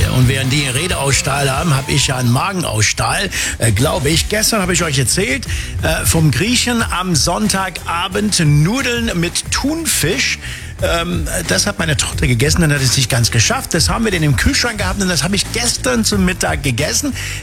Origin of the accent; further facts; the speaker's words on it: England, United Kingdom; now in Germany; ich bin ja Engländer